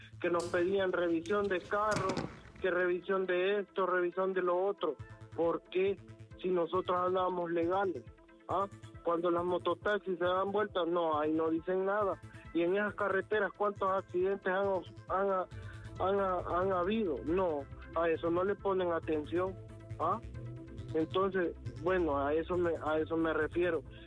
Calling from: Pespire, Choluteca, Honduras; nosotros aquí teníamos una asociación de taxistas. En Pespire

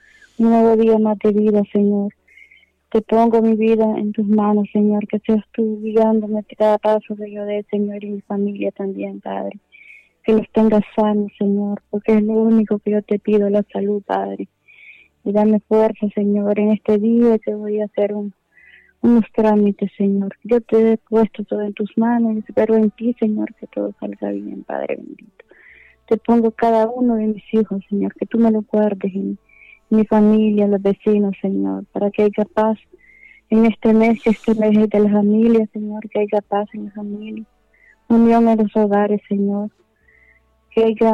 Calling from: San Antonio de Oriente, Francisco Morazán, Honduras; De San Antonio Oriente.

